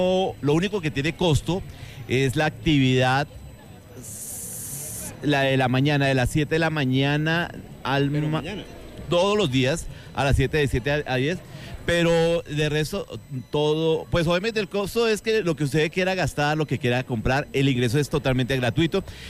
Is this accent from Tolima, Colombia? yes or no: no; Sogamoso, Boyacá, Colombia; yo soy de Sogamoso